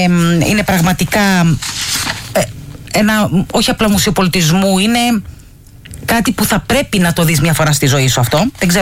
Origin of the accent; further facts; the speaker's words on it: Antissa, North Aegean, Greece; moved away; Σίγρη της Λέσβου, εκεί στην πατρίδα μου, ένα χωριό μετά το δικό μου